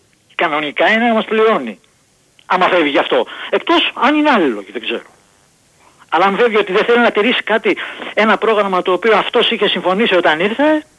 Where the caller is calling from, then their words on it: Vyronas, Attica, Greece; από το Βύρονα.